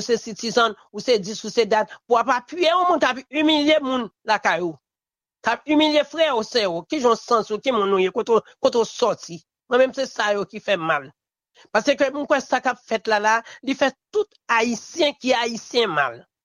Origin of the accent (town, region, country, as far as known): Haiti